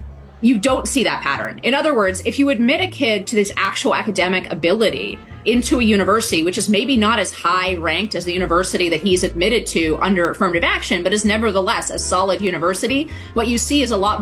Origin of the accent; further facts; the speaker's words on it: California, United States; I grew up in California